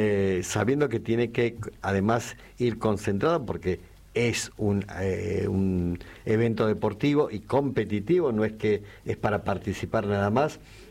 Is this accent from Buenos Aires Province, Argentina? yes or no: no; Jujuy, Argentina; Pues yo soy Jujuy